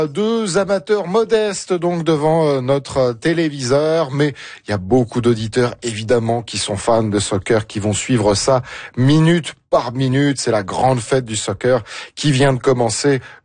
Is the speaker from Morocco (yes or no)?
no; France; moved away as an adult; now in Canada; je suis au Canada depuis pas si longtemps que ça. Moi, je suis né en France, j'ai vécu très longtemps en France.